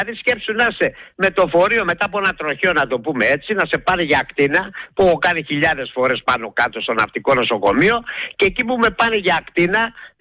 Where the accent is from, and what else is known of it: Greece